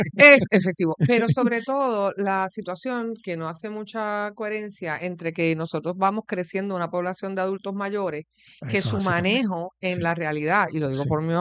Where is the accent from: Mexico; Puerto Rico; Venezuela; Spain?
Puerto Rico; Mayagüez; born there; digo yo, que nací en Mayagüez, es que vamos a terminar redondeando el precio en la venta